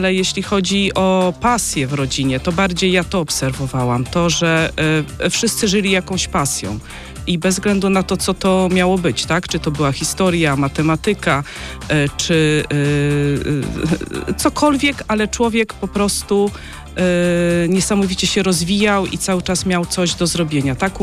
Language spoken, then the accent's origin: Polish; Siedlce, Masovian Voivodeship, Poland; moved away as an adult; now in Sochaczew, Poland; ja kiedyś, to już było 30 ileś lat temu, mieszkałam w Siedlcach, to jest moje rodzinne miasto.